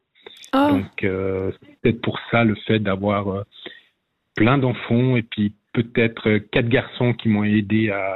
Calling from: France; De Saint-Pré.

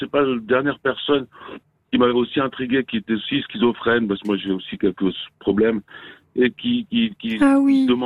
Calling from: Valais, Switzerland; Ici, par aussi qu'on a des mots particuliers en Valais, quoi.

